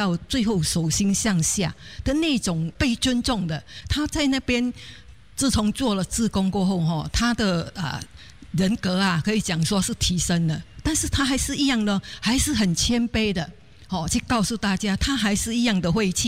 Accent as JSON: {"language": "Chinese", "country": "Singapore", "moved": "as an adult", "said": "我来自佛国的新加坡人，"}